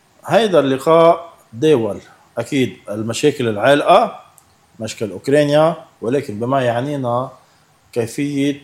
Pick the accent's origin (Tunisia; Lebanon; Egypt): Lebanon; بما خصنا نحن كلبنانيين